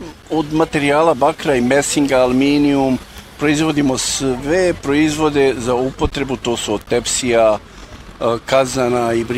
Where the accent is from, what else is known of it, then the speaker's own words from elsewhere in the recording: Kakanj, Federation of Bosnia and Herzegovina, Bosnia & Herzegovina; dolazim iz Kaknja.